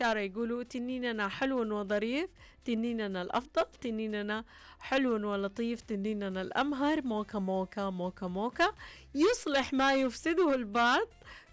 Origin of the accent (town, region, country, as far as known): Saudi Arabia